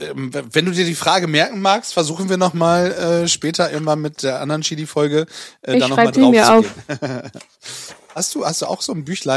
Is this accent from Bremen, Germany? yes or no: yes; Bremen, Germany; St. Pauli ist mir natürlich auch als Bremer natürlich besonders lieb.